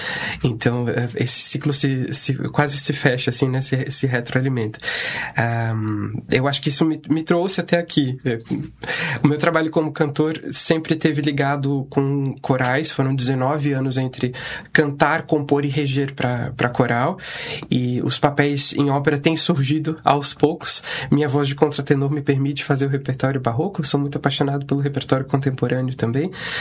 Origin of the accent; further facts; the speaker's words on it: Blumenau, Santa Catarina, Brazil; Eu sou de Blumenau.